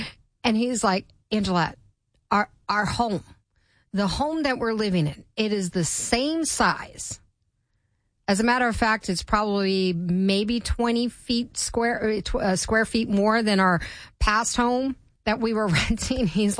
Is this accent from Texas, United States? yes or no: no; Maryland, United States; also born or lived in Florida / Virginia; As some of you may know, I grew up in Maryland. I graduated high school in Maryland, left for Florida, came back.